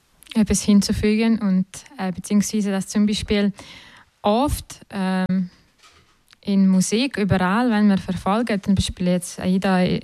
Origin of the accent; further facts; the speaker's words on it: Western Ukraine, Ukraine; moved away; in der Ukraine, woher ich komme, aus dem Westenteil